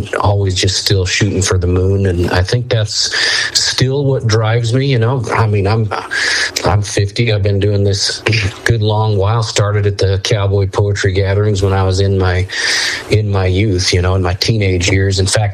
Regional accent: Utah, United States; You know, growing up in Utah, if you grow up as a rural kid here in Utah, hunting is kind of the family vacation.

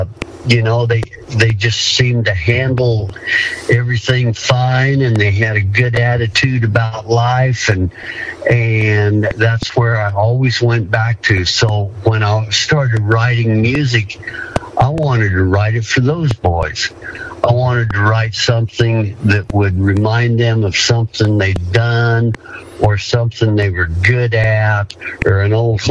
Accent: Greeley, Colorado, United States; Well, I'm from Greeley, Colorado, and Greeley's out on the eastern dry lands halfway between Denver and Cheyenne. And Greeley, when I was growing up, was about 18,000 people.

